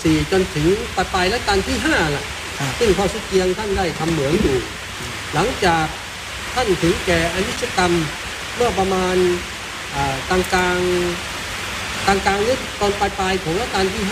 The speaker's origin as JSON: {"language": "Thai", "region": "Ranong", "country": "Thailand", "said": "พื้นที่จังหวัดระนองเรา"}